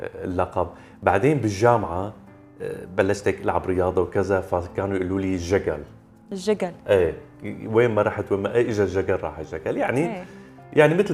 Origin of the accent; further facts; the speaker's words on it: Syria; نحن سوريين